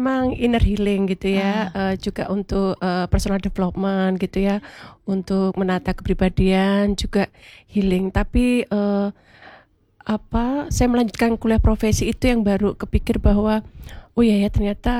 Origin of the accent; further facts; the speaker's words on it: Surabaya, East Java, Indonesia; Arek Surabaya asli.